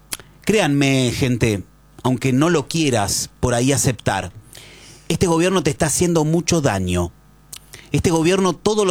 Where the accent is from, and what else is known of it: Argentina